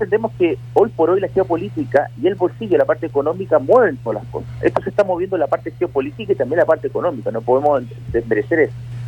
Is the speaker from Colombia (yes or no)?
no; Argentina; nosotros esa moneda de cambio como argentino nos sirve.